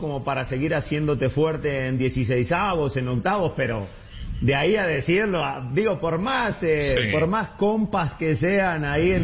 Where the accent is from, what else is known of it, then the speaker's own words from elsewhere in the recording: Mexico; Yo soy mexicano, soy mexicano.